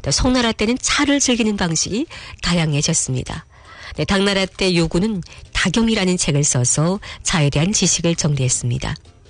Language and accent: Korean; China; 중국 사람으로서